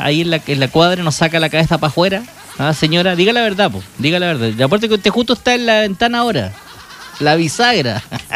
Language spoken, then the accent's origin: Spanish; Chile